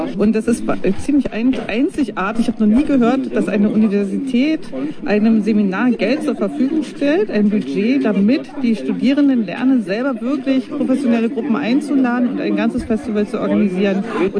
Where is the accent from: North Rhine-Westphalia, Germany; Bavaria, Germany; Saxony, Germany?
Saxony, Germany; Leipzig; und bin aus Leipzig.